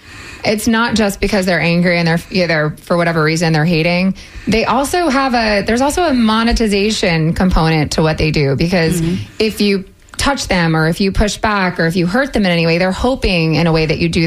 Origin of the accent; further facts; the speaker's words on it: Maryland, United States; also born or lived in Philadelphia; So I grew up in Maryland, but I lived outside of Philly for about a decade, and I started an LGBT nonprofit up that way.